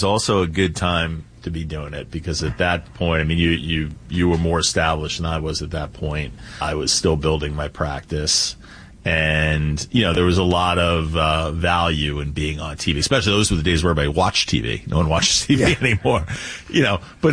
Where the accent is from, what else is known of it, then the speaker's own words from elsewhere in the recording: Long Island, New York, United States; moved away as an adult; also born or lived in Brooklyn, New York; I was born in Brooklyn, but raised on Long Island. I was a Long Island boy.